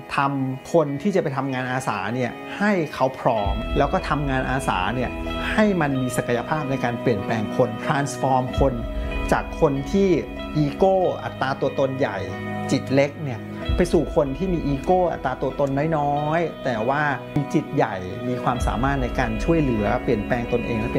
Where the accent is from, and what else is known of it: Bangkok, Thailand; born or raised there